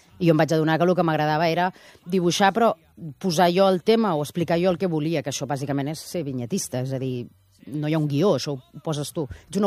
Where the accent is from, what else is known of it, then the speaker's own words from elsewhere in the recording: Barcelona, Catalonia, Spain; also born or lived in Oviedo; jo vaig arribar aquí a Barcelona, a Catalunya, quan tenia un any. Llavors, el d'Oviedo sempre és anecdòtic, però no sóc d'Oviedo, realment. Ho poso el DNI i prou.